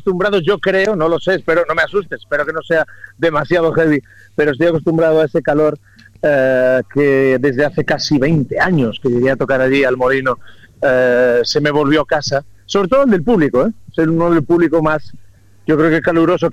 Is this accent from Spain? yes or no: yes; Galicia, Spain; soy del 83, de Galicia